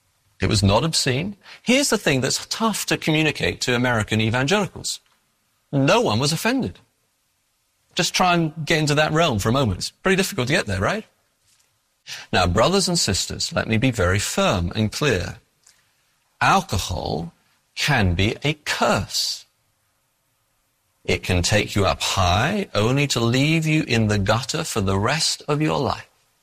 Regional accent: England, United Kingdom

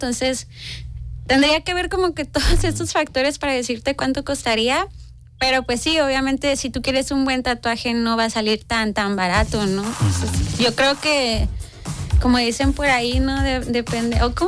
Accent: Ciudad Juárez, Chihuahua, Mexico; Juárez es mi ciudad, es donde yo nací, donde vivo

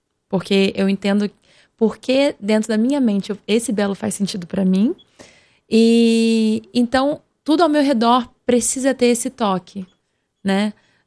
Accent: Niterói, Rio de Janeiro, Brazil; also born or lived in Belém; now in São Paulo, Brazil; Eu nasci em Belém do Pará, eu fui criada em Niterói e eu moro em São Paulo. Então, eu tenho alguns pedacinhos de Brasis dentro de mim.

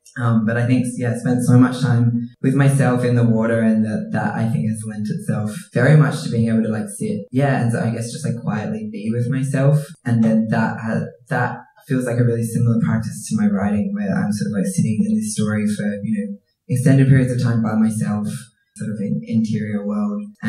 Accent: Sydney, New South Wales, Australia; I grew up in Gadigal country in Sydney, but I grew up very much in the water, described myself as a water baby.

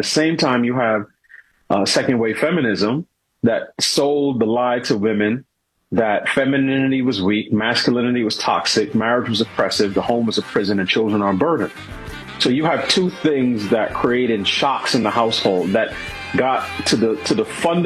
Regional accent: New York City, New York, United States; now in Washington, United States; I grew up in New York City. You know, I went to school in college in Pittsburgh. I've been in the DC area now almost 20 years.

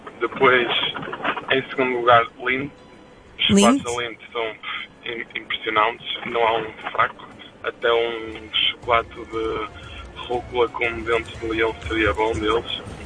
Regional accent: Norte, Portugal; na minha terra, em Durrães.

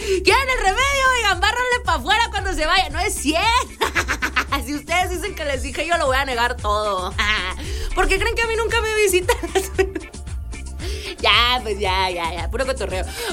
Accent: Sonora, Mexico; aquí en Sonora, señores, soy de Sonora

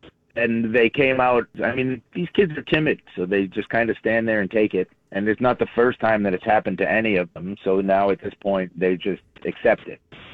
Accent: Milford, Massachusetts, United States; Born and raised in Milford.

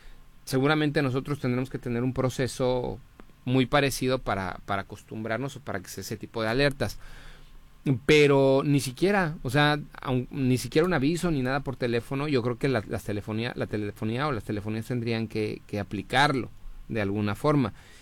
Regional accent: Mexico City, Mexico; now in Cancún, Mexico; soy de la Ciudad de México.

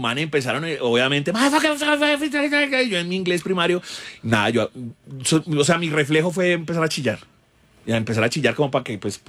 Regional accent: Colombia; Y como buen colombiano, pues por ganarme esa plata y irresponsable, dije, sí, yo las llevo.

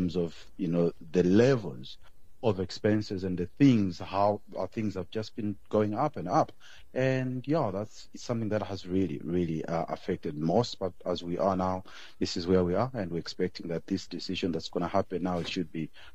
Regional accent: South Africa; we are South African consumers, we've been through a lot

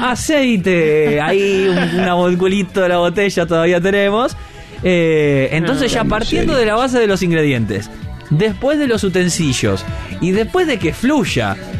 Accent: Argentina

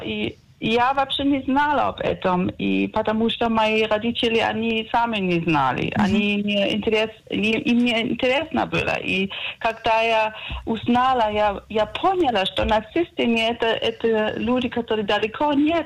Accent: East Germany, Germany; Russian is a second language; now in Caesarea, Israel

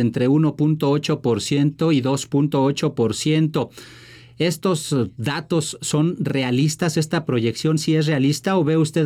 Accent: Mexico

